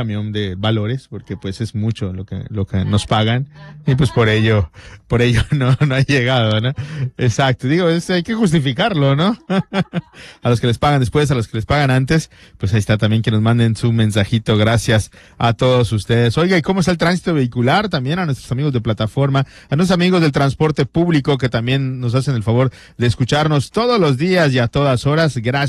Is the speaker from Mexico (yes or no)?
yes; Mexico; como somos buenos mexicanos, la verdad